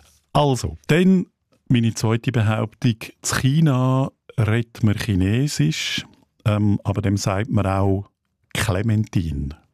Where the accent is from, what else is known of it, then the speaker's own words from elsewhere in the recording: Aargau, Switzerland; Wir sind ja beide Aargauer.